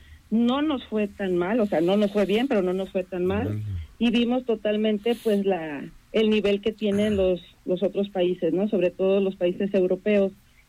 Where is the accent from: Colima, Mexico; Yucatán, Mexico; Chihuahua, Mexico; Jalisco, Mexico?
Colima, Mexico; las dos entrenadoras, tanto la entrenadora como la auxiliar, somos también mujeres de Colima.